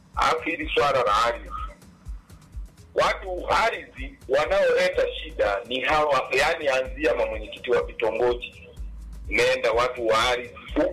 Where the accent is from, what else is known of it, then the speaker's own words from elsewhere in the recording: Musoma, Mara, Tanzania; mimi natoka Msoma, najua tochi ya Bunda iko baridi.